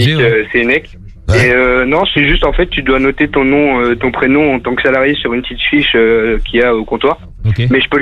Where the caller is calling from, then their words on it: Saint-Malo, Brittany, France; moi, je suis au Burger King à Saint-Malo et bah, je travaille en tant que salarié là-bas.